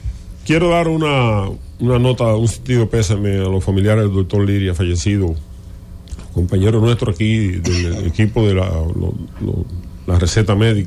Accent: Dajabón, Dominican Republic; born there; a los familiares del ex senador Juan Zapata de mi provincia natal, Dajabón, que falleció recientemente también

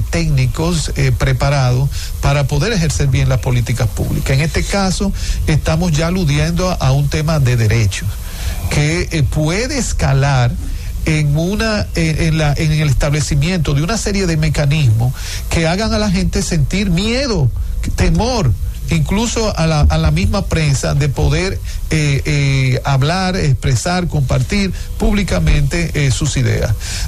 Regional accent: Dominican Republic

